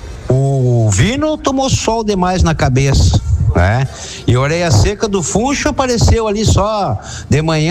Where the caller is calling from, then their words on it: Brazil; Aqui da Praia Real.